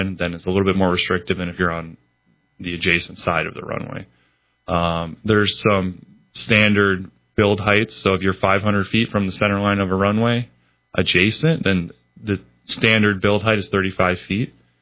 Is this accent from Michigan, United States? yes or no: yes; Wixom, Michigan, United States; Yeah, actually, it's funny you say Milford. I'm from Wixom. So that's right next door.